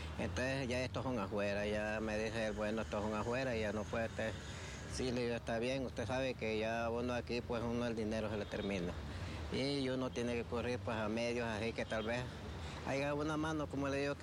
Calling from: Cedros, Francisco Morazán, Honduras; yo vengo de Cedros, de una aldea de la Nueva Concepción. Yo soy pobre

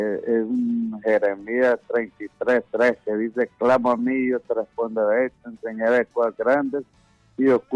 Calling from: Arada, Santa Bárbara, Honduras; De aquí de Arada, Santa Bárbara.

